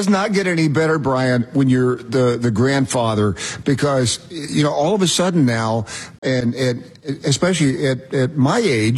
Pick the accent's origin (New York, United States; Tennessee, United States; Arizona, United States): Tennessee, United States; Knoxville; I'm originally from Knoxville.